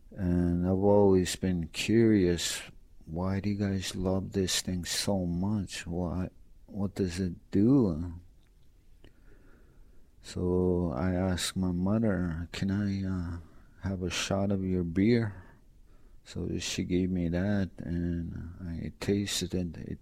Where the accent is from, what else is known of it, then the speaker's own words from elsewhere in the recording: Ontario, Canada; I'm from Meshkigogman First Nation, Ontario, Canada. And I'm a full-blooded Ojibwe.